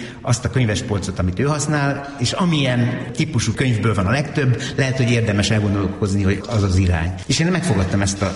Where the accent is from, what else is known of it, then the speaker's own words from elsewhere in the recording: Budapest, Hungary; Igen, Budafokon nőttem fel.